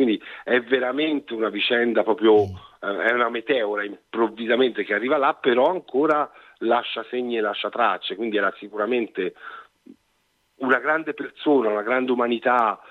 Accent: Tuscany, Italy; now in Rome, Italy; essendo toscano pur vivendo a Roma, torno a casa ogni volta che è possibile

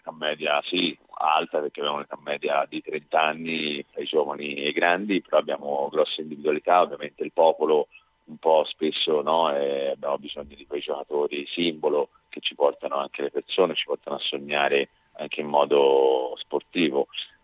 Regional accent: Colombia; Italian is a second language; now in Italy; ovviamente la Colombia è il mio cuore, è il mio sangue, l'Italia però è dove vivo, quindi dove è nata mia figlia, tutto quanto, quindi diciamo sono come due nazionali di casa.

